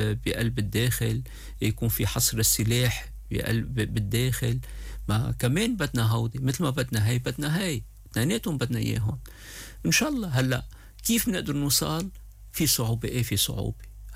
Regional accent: Lebanon; انا بلبنان، انا لبناني،

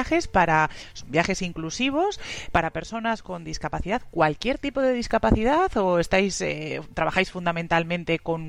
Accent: La Rioja, Spain; pues nosotros somos de La Rioja, pero igualmente nos toca cerca, ¿no?

